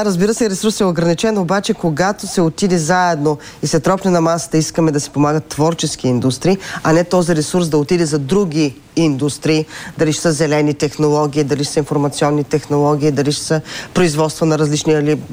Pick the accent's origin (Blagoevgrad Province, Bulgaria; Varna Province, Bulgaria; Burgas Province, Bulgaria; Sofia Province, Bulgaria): Varna Province, Bulgaria; Varna; Така е, и за мен не щастливи сме, първо, че конкурса е в България и че … го спечели от родния ми град Варна.